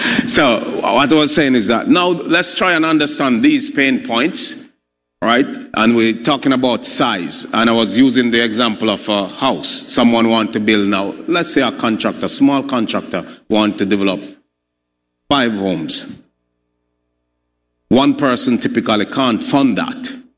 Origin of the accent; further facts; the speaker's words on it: Jamaica; I'm coming from Jamaica.